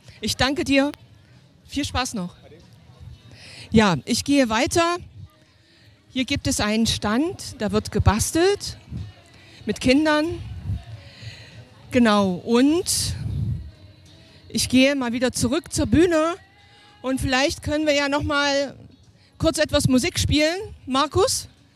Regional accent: East Germany, Germany; Also ich bin aus dem Osten.

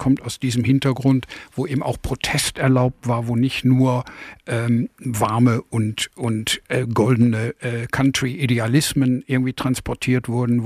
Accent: North Rhine-Westphalia, Germany; ich bin im Ruhrgebiet groß geworden

